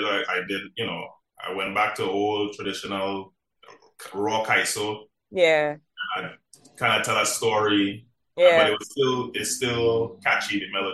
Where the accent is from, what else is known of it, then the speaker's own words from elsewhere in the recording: Marabella, San Fernando, Trinidad & Tobago; But growing up in Marabella, I wasn't really into the music like that.